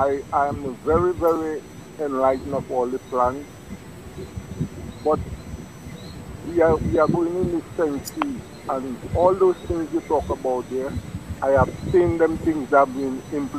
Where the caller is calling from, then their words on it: Marigot, Saint Andrew, Dominica; I'm from Marigot.